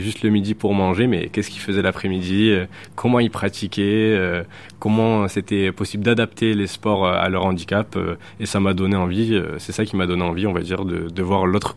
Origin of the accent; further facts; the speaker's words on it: Sète, Occitanie, France; born there; j'ai 22 ans, je suis né à Sète